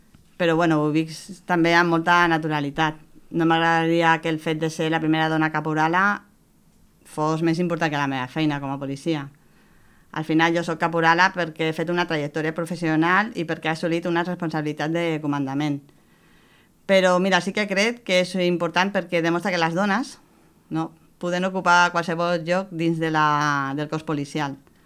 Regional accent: Vilassar de Mar, Catalonia, Spain; born there; moved away as an adult; also born or lived in Argentona; now in Mataró, Spain; No, venia de Mataró. Ah. Després de petita vaig anar a viure a Vilassar de Mar. I després vaig vindre aquí, a Argentona, i ara he tornat a Mataró.

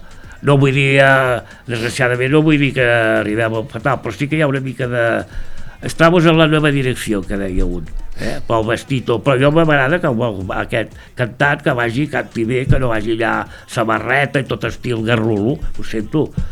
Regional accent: Catalonia, Spain; i del Maresme.

